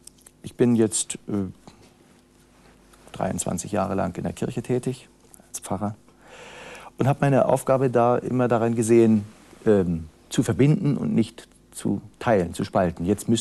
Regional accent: Germany; Ich bin an der Elbe groß geworden

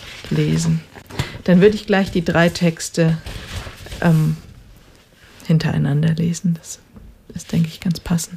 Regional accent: Chemnitz, Saxony, Germany; ich bin in Chemnitz aufgewachsen

